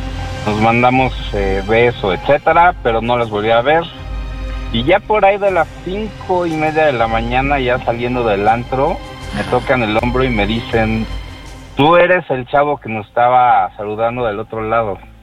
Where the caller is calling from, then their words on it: Mexico City, Mexico; Estamos ahorita en el barrio Bravo de la Nápoles.